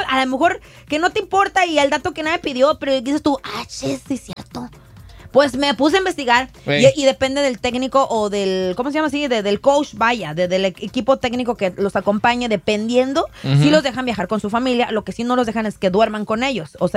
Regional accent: Mexico; now in California, United States; es que yo todos los saco en metros, pues soy mexicana.

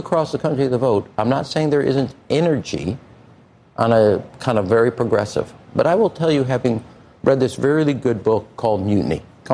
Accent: United States

